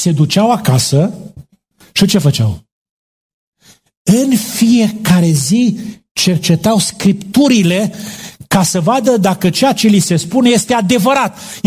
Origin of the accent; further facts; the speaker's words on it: Romania; Noi români avem de unde să mergem în sus, că suntem jos de tot.